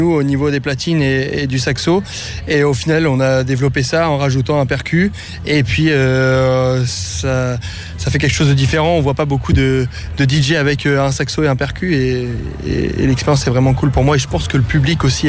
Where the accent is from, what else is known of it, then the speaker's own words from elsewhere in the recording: Louviers, Normandy, France; moi je viens de Louviers du coup, pas très loin de Vernon.